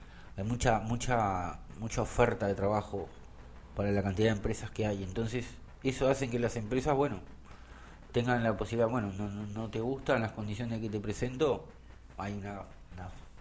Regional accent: Lagomar, Canelones, Uruguay; born there; nací en. En Lago Mar

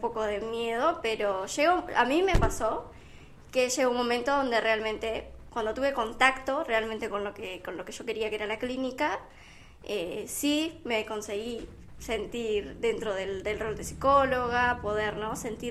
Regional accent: Rivera, Uruguay; moved away as an adult; also born or lived in Salto; now in Montevideo, Uruguay; Mira, yo vengo de Rivera, ¿sí? Vengo del interior ya hace desde 2019 que me vine ya hace bastante tiempo, me vine a Salto, estuve años viviendo

